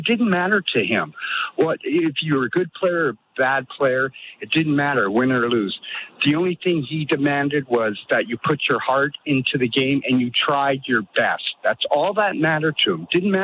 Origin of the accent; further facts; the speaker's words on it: Victoria, British Columbia, Canada; Victoria, Rob, in Victoria, growing up in Victoria at Colquitt's Middle School, I had a coach, Mr. Robertson.